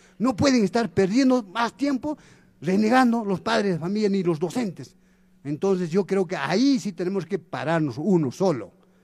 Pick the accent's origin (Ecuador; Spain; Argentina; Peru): Peru; Tambobamba, Apurímac; born there; moved away as an adult